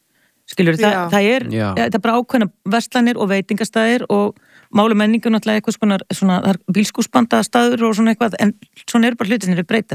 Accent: Hafnarfjörður, Capital Region, Iceland; moved away as an adult; reyndar alveg upp í Hafnarfirði, þannig ég var ekki daglegur gestur í borginni fyrir en ég var tvítu þegar ég flutt úr Hafnarfirði.

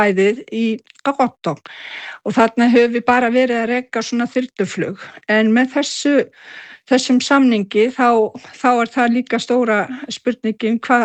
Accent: Kujalleq, Greenland; ég kem frá Suður-Grænlandi, unniðum mörg sumur í Narsarsuaq

